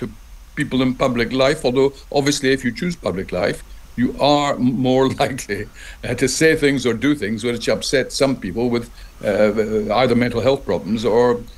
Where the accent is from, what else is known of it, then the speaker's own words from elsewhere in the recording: Scotland, United Kingdom; born there; now in London, United Kingdom; I'm a Scotsman living in London. I have no... My father was Scottish, my mother was English.